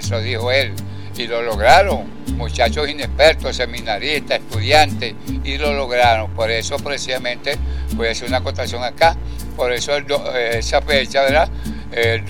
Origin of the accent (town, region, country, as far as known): Venezuela